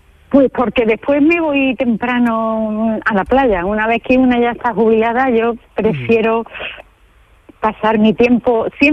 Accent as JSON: {"language": "Spanish", "town": "San Fernando", "region": "Andalusia", "country": "Spain", "tie": "born or raised there", "said": "Pero voy a San Fernando, que es mi pueblo, y estoy haciendo historia del arte."}